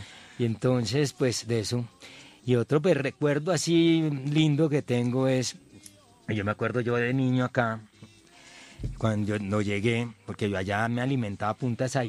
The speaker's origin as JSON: {"language": "Spanish", "country": "Colombia", "tie": "born or raised there", "also_born_or_lived": "Czech Republic", "first_language": "Czech", "second_language": "Spanish", "said": "lo otro era que yo cuando llegué acá a Colombia de niño."}